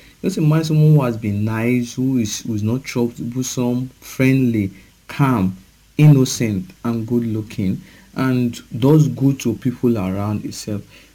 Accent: Nigeria; as a Nigerian person

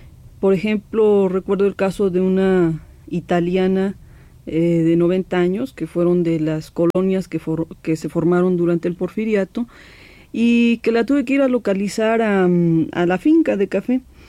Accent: Oaxaca, Mexico; now in Mexico City, Mexico; me ha estado llevando al pueblo de donde soy originaria, en la Mixteca oaxaqueña.

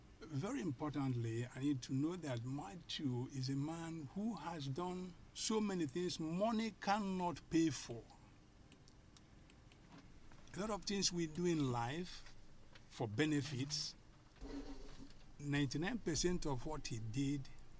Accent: Inyi, Enugu State, Nigeria; now in United States; my community, Inyi.

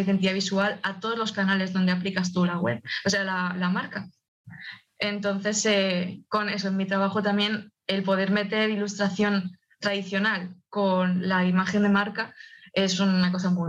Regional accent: Spain; moved away as an adult; now in Scotland, United Kingdom; yo soy de España y me he mudado aquí

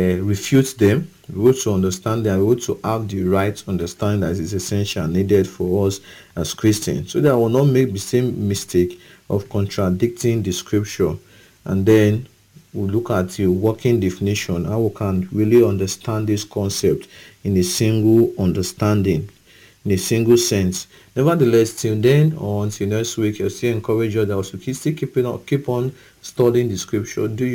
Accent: Okada, Edo, Nigeria; from Okada Town, Edo State, and it's a pleasure having this discussion with you.

